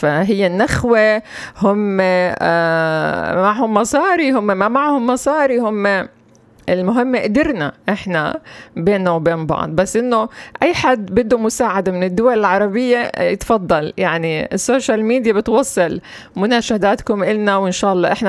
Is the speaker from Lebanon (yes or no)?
no; Palestine; بالنسبة لنا كفلسطينيين.